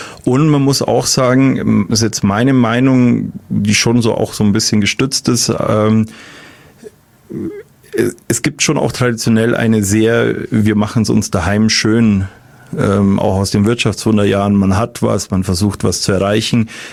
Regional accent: Munich, Bavaria, Germany; born there; Persönlich, ich bin in München geboren

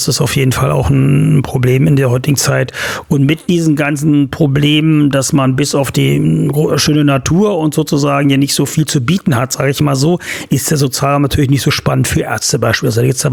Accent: Wieblitz, Saxony-Anhalt, Germany; born or raised there

